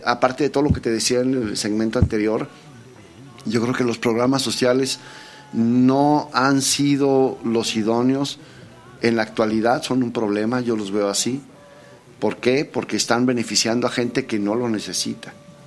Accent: Mexico; cosas que de veras necesitemos los mexicanos

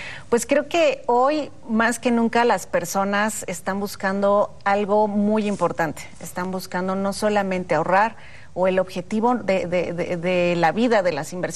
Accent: Mexico; en México nosotros tenemos, digamos, estas virtudes, nuestro clima, nuestra tierra fértil.

